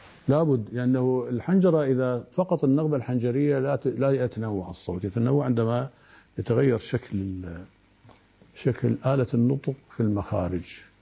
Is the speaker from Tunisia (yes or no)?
no; Iraq; عندنا في العراق القاف يصير جا، يعني هاي يسميها عادات لهجية ليس لثغة